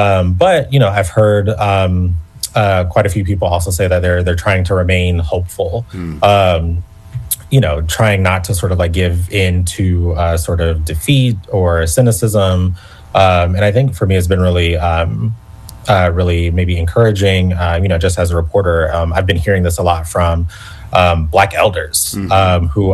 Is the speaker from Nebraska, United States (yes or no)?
no; South Carolina, United States; moved away; where I grew up in Richland County, which has a lot of Black voters